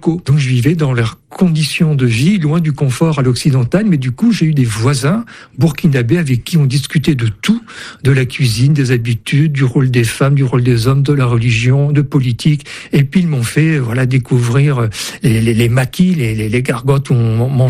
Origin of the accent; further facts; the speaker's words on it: France; J'ai 67 ans, je suis français de culture